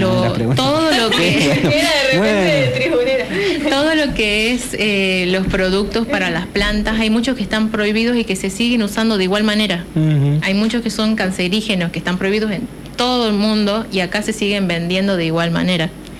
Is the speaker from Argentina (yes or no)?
yes; Buenos Aires, Argentina; Yo vengo de Buenos Aires, de Capital, y toda mi primaria, mi secundaria la hice en instituciones públicas.